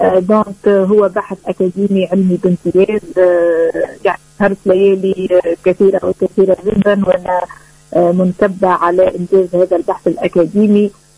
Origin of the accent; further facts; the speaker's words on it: Tunisia; now in United States; أنا أولا وأخيرا تونسية كما ديما نقول، راهو مهما تغربنا ومهما خدينا جنسية أخرى تبقى أمنا الأولى هي تونس اللي تربينا فيها